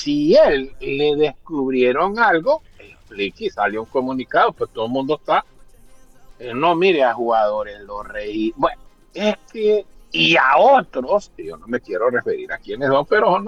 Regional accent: Honduras; yo soy periodista de Honduras

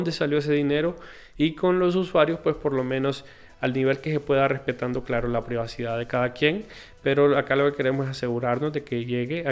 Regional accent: Honduras

